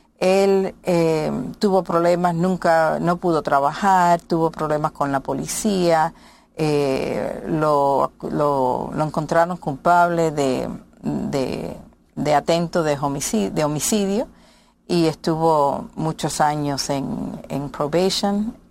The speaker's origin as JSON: {"language": "Spanish", "country": "Cuba", "moved": "yes", "said": "nosotros nos fuimos de Cuba el 29 de abril de 1963 y mi hermano, Poli, con 9 años y medio, le escribió su primer carta a mi mamá"}